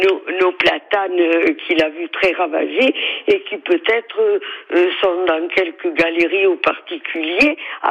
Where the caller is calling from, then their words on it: Céret, Occitanie, France; Eh bien moi je viens des platanes de Céré.